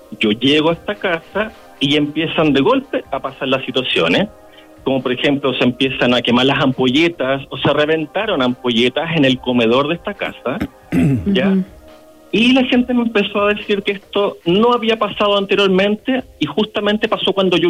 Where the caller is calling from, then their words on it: Maipú, Santiago Metropolitan Region, Chile; De aquí, de la comuna de Maipú, República Independiente Maipú.